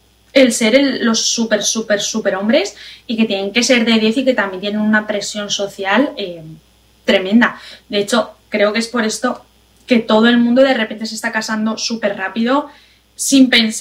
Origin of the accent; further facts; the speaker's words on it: Spain; moved away as an adult; now in United States; yo soy madre, aquí soy española, pero viviendo en Estados Unidos, si no me conoces, y llevo aquí casi 4 años.